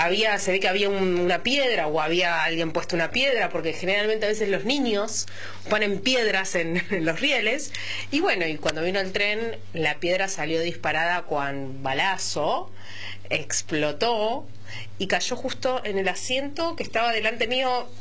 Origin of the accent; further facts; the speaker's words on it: Quilmes, Buenos Aires Province, Argentina; born there; also born or lived in Wilde; now in Caballito, Buenos Aires, Argentina; Actualmente vivo en Caballito. Nací en Quilmes, me fui a Wilde, después volví a Quilmes